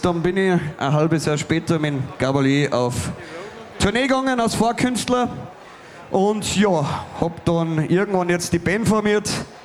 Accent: Salzburg, Austria; Wir sind aus Salzburg angereist und freuen uns, dass wir da sein dürfen.

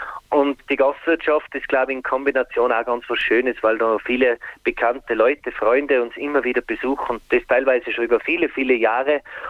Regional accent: Tyrol, Austria; Also wir sind auf die Berge herum aufgewachsen, 1840 Meter.

